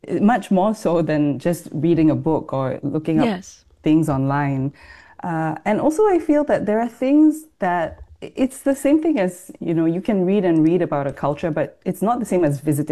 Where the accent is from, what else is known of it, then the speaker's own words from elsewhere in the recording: Singapore; I think especially growing up in Singapore, when we talk about a big Chinese meal, like a banquet, you see meat.